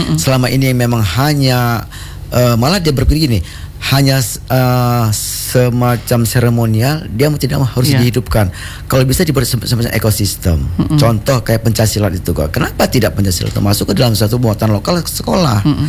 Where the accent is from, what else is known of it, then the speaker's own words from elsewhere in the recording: Lampung, Indonesia; also born or lived in Tanggamus; kita orang Lampung